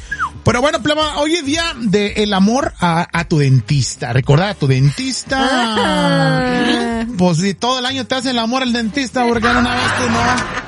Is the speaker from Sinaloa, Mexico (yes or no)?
yes; Guasave, Sinaloa, Mexico; El primer pollo loco en el mundo es ahí de mi tierra, ahí en Guasave, Sinaloa.